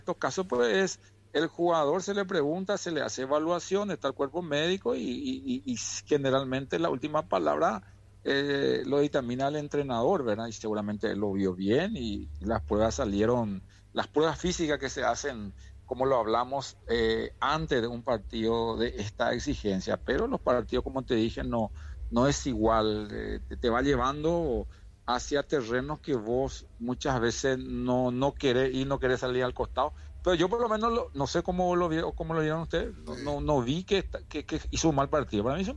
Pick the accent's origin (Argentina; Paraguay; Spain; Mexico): Paraguay; yo, como todo paraguayo